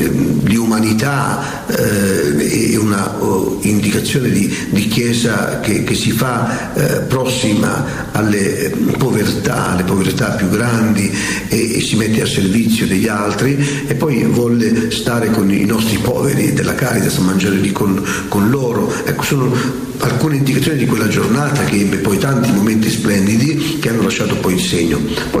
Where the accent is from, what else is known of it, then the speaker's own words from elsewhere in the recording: Campania, Italy; come capita un po' dalle nostre parti campane, napoletane